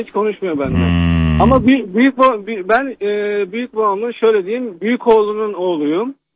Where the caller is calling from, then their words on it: Düzce, Turkey; Ben Düzce'den arıyorum.